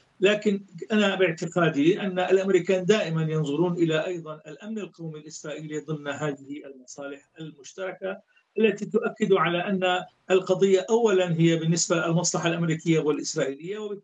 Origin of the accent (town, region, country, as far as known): Syria